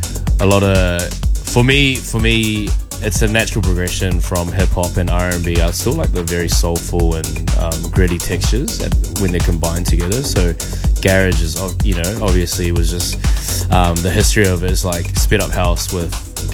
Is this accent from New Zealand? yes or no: yes; New Zealand; I'm from New Zealand, and born and raised New Zealand. Parents are from Cambodia, but growing up in New Zealand